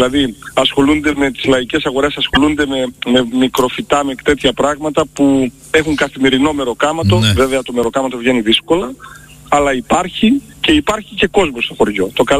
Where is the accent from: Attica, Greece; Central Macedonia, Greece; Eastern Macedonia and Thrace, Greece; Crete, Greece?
Central Macedonia, Greece; Monovrysi; born there; Μονόβρης Σερών, κατάγομαι.